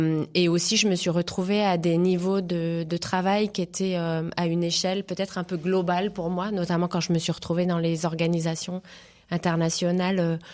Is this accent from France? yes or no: yes; Brittany, France; also born or lived in Île-de-France; Moi je suis originaire de Bretagne puis de région parisienne.